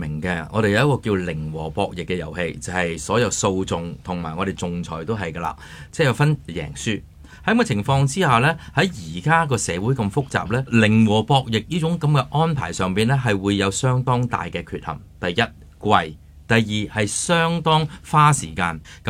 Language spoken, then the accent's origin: Cantonese; Hong Kong